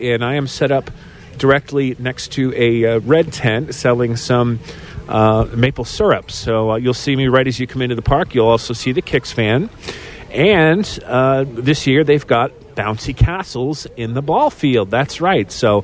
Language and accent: English; Patton, Pennsylvania, United States; We are live on location over in the town of Patton. That's right. My hometown, actually